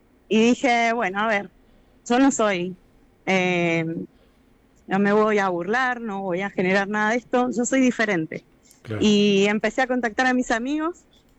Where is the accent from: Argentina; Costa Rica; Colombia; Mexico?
Argentina; moved away as an adult; now in Chile; Han sido semanas difíciles para un argentino acá en Chile.